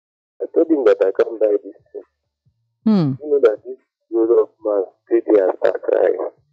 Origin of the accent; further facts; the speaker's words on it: Ogun, Nigeria; I'm from Ogun State.